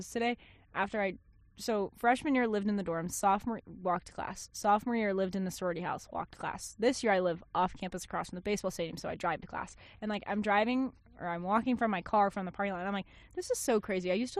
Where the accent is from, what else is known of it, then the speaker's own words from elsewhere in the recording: Liberty, Missouri, United States; born there; also born or lived in Iowa; Born and raised in Iowa. Moved to Missouri.